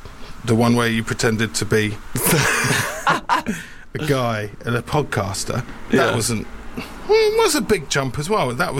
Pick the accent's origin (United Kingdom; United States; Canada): United Kingdom; Cambridge, East of England; we were in my hometown of Cambridge